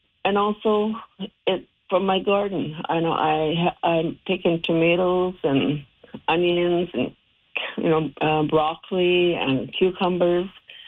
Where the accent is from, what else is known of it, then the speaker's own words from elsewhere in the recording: Fort Chipewyan, Alberta, Canada; from Fort Chipewyan, Kitetail, Northern Alberta